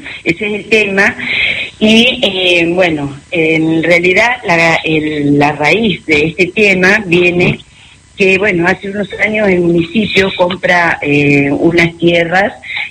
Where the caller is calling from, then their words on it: Rancul, La Pampa, Argentina; Yo vivo en Rancul